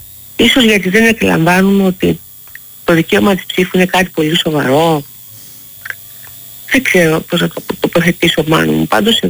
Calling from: Athens, Attica, Greece; Δεν είμαι όμως από Καρπενήσι. Είμαι εδώ εντός Αθηνών.

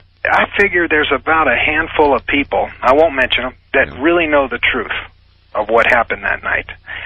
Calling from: Santa Monica, California, United States; I'm calling from Santa Monica.

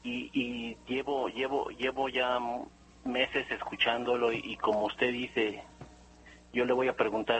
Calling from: Mexico; Soy de aquí, de México, Pedrito.

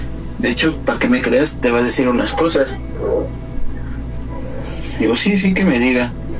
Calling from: Toluca, State of Mexico, Mexico; De aquí de Toluca

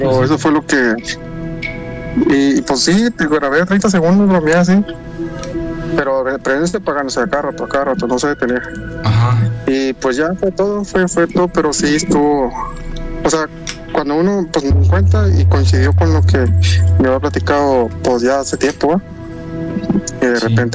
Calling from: Tamaulipas, Mexico; de Tamaulipas.

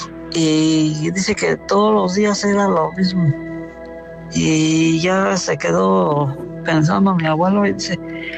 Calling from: Mexico; actualmente ahorita vivo en Minas de Cristo.

